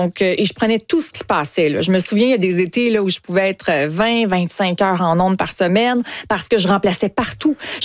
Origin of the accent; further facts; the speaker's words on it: Charlevoix, Quebec, Canada; j'avais la chance d'avoir accès à la radio communautaire, à la télé communautaire dans ma région natale